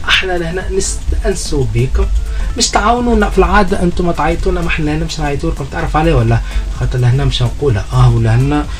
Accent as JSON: {"language": "Arabic", "country": "Tunisia", "said": "احنا ولاد منظومة التعليم المجانية تونس قررتنا بلاش"}